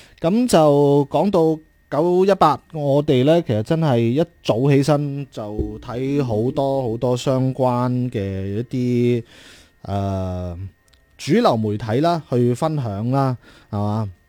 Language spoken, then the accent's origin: Cantonese; China; 咁啊，918事變咧，亦都係我哋中國人民抗日戰爭嘅起點啦。